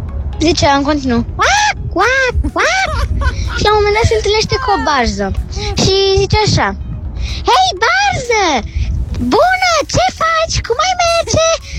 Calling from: Constanța, Constanța County, Romania; din Constanța, am 9 ani

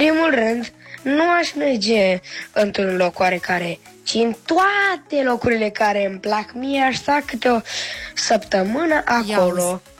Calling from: Bucharest, Romania; din București și am 10 ani.

